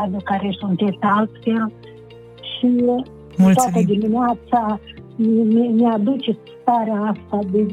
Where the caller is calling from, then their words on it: Colonița, Chișinău, Moldova; Și eu sunt din Coloniță